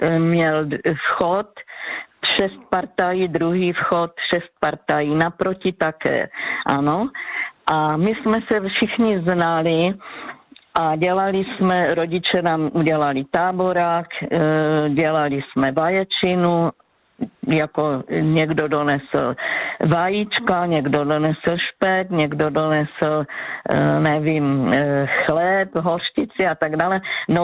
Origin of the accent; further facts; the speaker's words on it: Ostrava, Moravian-Silesian Region, Czechia; dětství jsem trávila kousek v Ostravě, Zábřeh je tady jako Ostrava Zábřeh a dětství v Ostravě jedna.